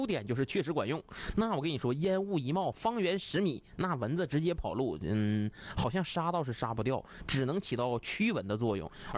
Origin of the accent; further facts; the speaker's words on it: Northeast China, China; 而且大伙都知道咱东北吧，夏天开窗户睡觉